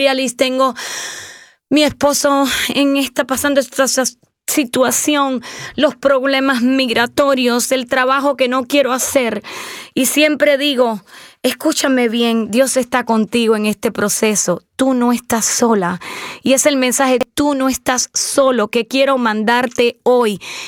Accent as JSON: {"language": "Spanish", "country": "Cuba", "said": "Y yo soy cubana."}